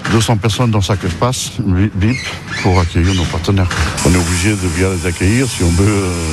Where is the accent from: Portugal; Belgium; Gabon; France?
Portugal; je suis venu de Portugal et avec mes collègues, les bénévoles du club, on fait ça